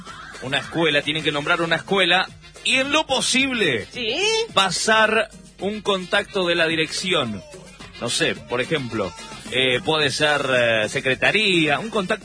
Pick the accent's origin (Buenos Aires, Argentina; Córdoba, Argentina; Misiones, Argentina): Misiones, Argentina; Yo soy de Misiones.